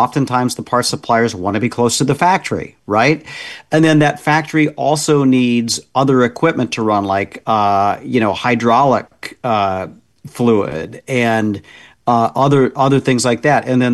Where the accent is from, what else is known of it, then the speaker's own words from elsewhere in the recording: Indiana, United States; I was just back in my home state of Indiana and saw Lilly building a big factory outside of Indianapolis